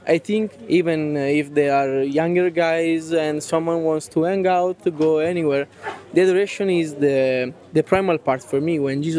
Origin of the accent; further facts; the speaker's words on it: Italy; I'm from Italy.